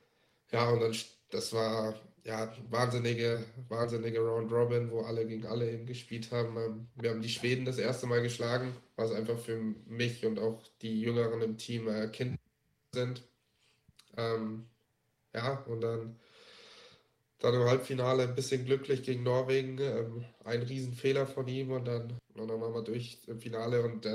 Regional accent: Southern Germany, Germany; Wir kommen alle aus dem Süden von Deutschland.

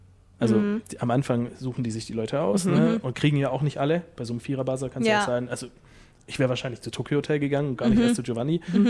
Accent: Swabia, Germany; accent: Swabian; ich bin Schwabe.

